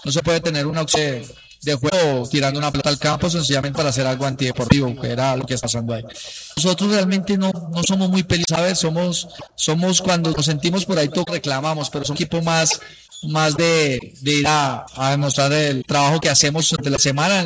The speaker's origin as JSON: {"language": "Spanish", "region": "Bogotá", "country": "Colombia", "said": "Mi familia es simplemente santafereña, soy bogotano."}